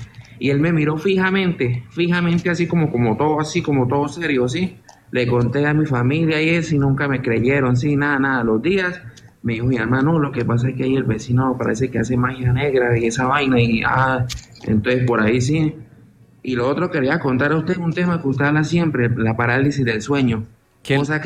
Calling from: Cúcuta, Norte de Santander, Colombia; Le hablo desde Cúcuta.

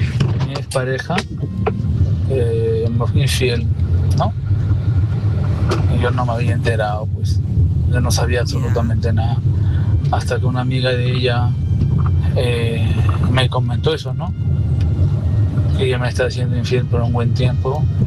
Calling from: Lima, Peru; de Villa El Salvador.

